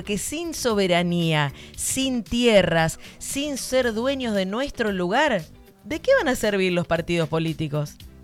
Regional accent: Argentina; nos plantemos como argentinos

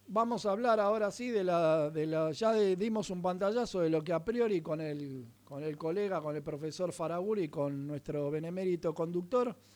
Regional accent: Uruguay; como decimos en Uruguay

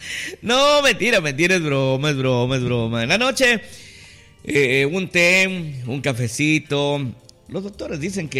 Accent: Pozul, Loja, Ecuador; moved away; llamé por teléfono a mi tierra, que ellos producen bastante café, harto café y orgánico, Loja, Pozul.

